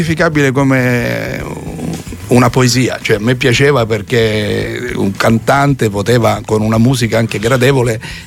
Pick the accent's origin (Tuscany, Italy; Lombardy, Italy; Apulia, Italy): Apulia, Italy; Maglie; moved away as an adult; also born or lived in Padua; io a 19 anni ho lasciato, io sono nato a Maglia in provincia di Lecce, ho fatto le scuole lì e poi sono andato all'università a Padova